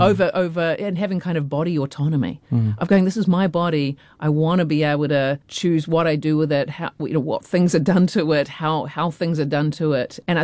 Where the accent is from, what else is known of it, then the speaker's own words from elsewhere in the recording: New Zealand; And the first thing I said was, you know, I'm a Kiwi, yeah.